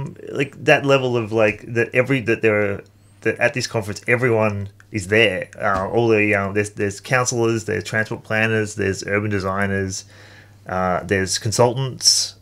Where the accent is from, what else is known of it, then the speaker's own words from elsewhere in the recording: Collingwood, Victoria, Australia; But I grew up in Collingwood and I get on the 86.